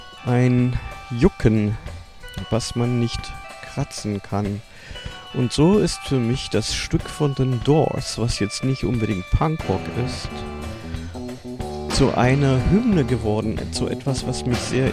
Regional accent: Baden-Württemberg, Germany; born there; Ich bin ein Kind von Mitte der 60er Jahre, geboren in Westdeutschland im Schwarzwald, gar nicht allzu lange nach der Zeit des NS-Regimes, 20 Jahre später.

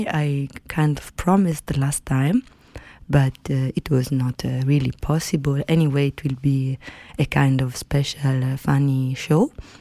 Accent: Italy; English is a second language; And we would have sung together a couple of songs in Italian, because we are both from Italy.

